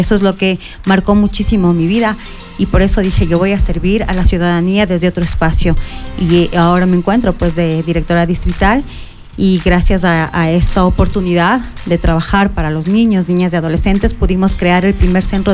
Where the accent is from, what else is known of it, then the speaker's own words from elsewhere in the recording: Otavalo, Imbabura, Ecuador; born there; Bueno, yo soy una mujer otavaleña. Mi madre es del Oro, mi padre es de Otavalo, nací en Otavalo.